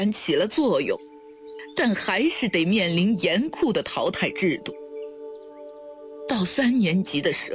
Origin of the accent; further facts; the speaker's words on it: southern China, China; moved away as an adult; 我生在南方，长在南方，很想去北方体验一下不一样的生活